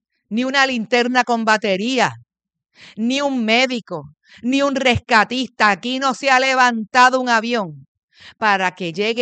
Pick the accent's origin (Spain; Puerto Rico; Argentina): Puerto Rico; así somos los puertorriqueños solidarios